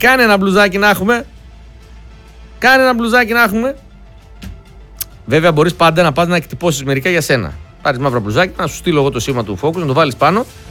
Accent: Greece; Είμαι Έλληνας.

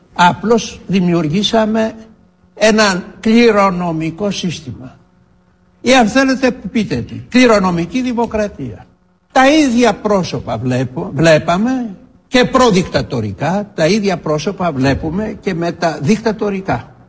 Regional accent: Mani, Peloponnese, Greece; Στην πατρίδα μου τη Μάνη λένε το χαμηλό, το γάιδαρο, όλοι τον καβαλάνε.

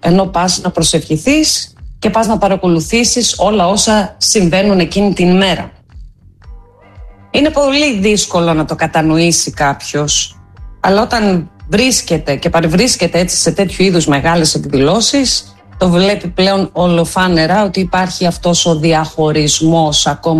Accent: Greece; σαν μια Ελληνίδα μάνα

